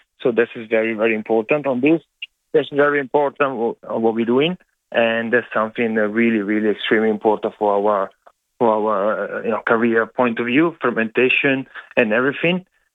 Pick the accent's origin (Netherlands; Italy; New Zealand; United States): Italy; moved away as an adult; now in Adelaide, Australia; And I choose the Adelaide Hills because I love it, very similar to my hometown in Italy.